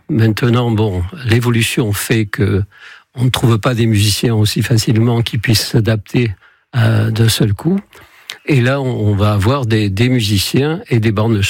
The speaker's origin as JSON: {"language": "French", "town": "Mont-de-Marsan", "region": "Nouvelle-Aquitaine", "country": "France", "lives_now": "Dax, France", "said": "les Landes, qui est mon pays d'origine, évidemment, puisque je suis à Montois d'origine, et d'Acquois depuis quelques années."}